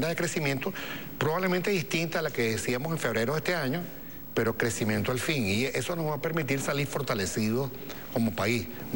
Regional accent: Venezuela; trabaje duro como somos los venezolanos, sea solidario, que eso lo tenemos los venezolanos en las venas

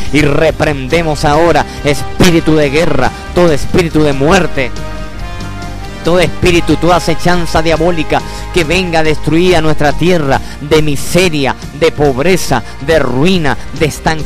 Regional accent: Venezuela; born there; Esta tierra preciosa en la cual hemos crecido, esta tierra maravillosa en la cual hemos nacido y nos hemos desarrollado. Señor, gracias te damos, Señor, por esta tierra de Venezuela.

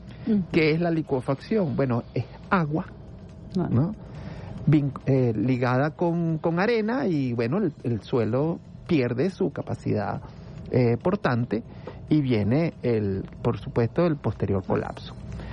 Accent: Macuto, La Guaira, Venezuela; now in Caracas, Venezuela; Porque yo soy de La Guaira. Yo nací en Macuto y viví mucho tiempo allí. Ahorita vivo en Caracas, pero todo guaireño siempre quiere regresar al terruño

